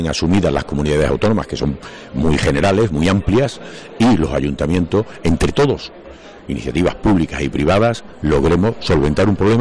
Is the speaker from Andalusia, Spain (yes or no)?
yes; Osuna, Andalusia, Spain; moved away; volver a mi pueblo es siempre un motivo de alegría, ver amigos, ver sus calles y ver que el pueblo está cada día más bonito. Es una satisfacción. Vengo a lo largo del año, ya más en plan privado, pero nunca dejo de venir porque, bueno, son mis raíces.